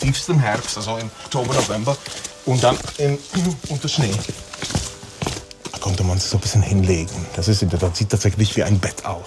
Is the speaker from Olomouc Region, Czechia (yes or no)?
no; Lomnice nad Popelkou, Liberec Region, Czechia; also born or lived in Turnov; Ich komme aus dieser Gegend, aus dem böhmischen Paradies. Ich bin keine 14 Kilometer von hier aufgewachsen und keine 7 Kilometer in der Tat von hier geboren in Turnov, aufgewachsen in Lomnice.